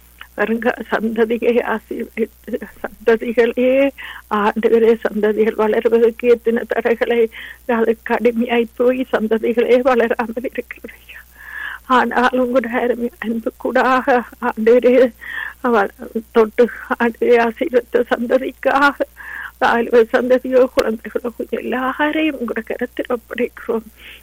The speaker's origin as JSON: {"language": "Tamil", "country": "Sri Lanka", "tie": "born or raised there", "said": "இலங்கை தேசத்தில் ஐயா உங்களோட அன்பை பரிமாறும் பிள்ளைகளுக்காக நாங்க பிறந்து வளர்ந்த தேசத்துக்காக"}